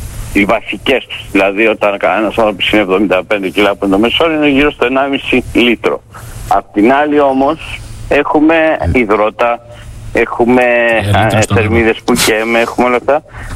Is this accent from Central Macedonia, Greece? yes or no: no; Karpathos, South Aegean, Greece; now in Athens, Greece